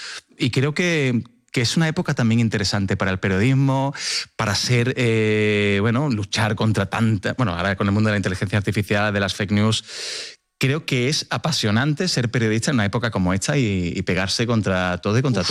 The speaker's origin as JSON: {"language": "Spanish", "town": "Seville", "region": "Andalusia", "country": "Spain", "said": "todo el mundo sabe que yo soy de Sevilla y soy de una ciudad que se vive con mucha pasión."}